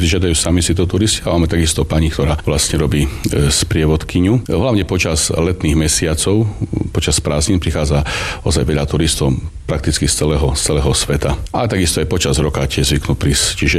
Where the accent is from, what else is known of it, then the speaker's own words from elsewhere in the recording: Zemplínska Teplica, Košice Region, Slovakia; moved away; To vlastne je to mesto, vlastne, ktoré je blízko našej obce, ja pochádzam zo Semlickej Teplice.